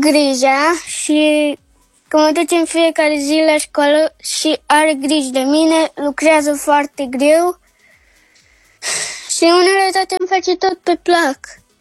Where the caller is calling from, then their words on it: Cluj-Napoca, Cluj County, Romania; am 9 ani și sunt din Cluj-Napoca.